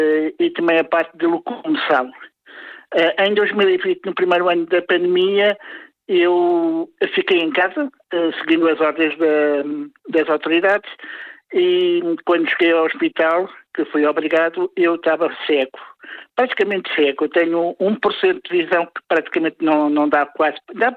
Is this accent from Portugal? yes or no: yes; Lisbon, Portugal; born there; eu não sou cigano, não sou preto, eu sou lisboeta, nasci em Lisboa, sou português e sou branco.